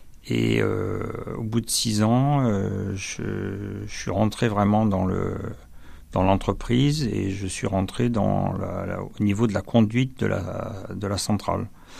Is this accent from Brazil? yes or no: no; Jonzac, Nouvelle-Aquitaine, France; Alors, moi, je suis Charentais. Je suis né à Jonzac, en Charente-Maritime.